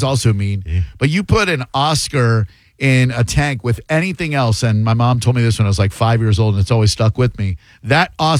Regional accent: Conway, Arkansas, United States; I grew up in South Conway

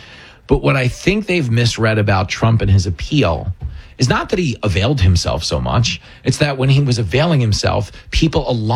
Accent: Long Island, New York, United States; Like, so I grew up on Long Island. And I remember growing up here when I had never left here

